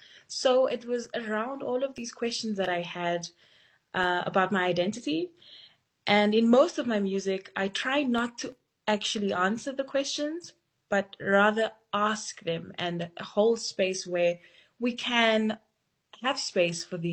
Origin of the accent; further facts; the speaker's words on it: South Africa; It is possible for us to live in this contradiction, be hopeful, be disappointed, be sad, be, incredibly proud to be South African